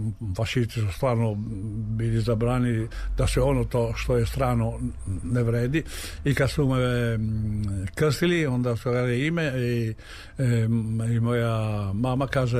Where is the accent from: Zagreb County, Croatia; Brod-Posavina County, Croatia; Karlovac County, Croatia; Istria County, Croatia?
Istria County, Croatia; Pula; born there; Rođen sam u Puli 1935. godine.